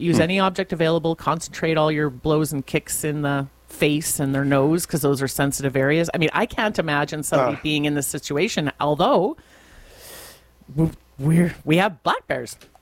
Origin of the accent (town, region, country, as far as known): Winnipeg, Manitoba, Canada; born or raised there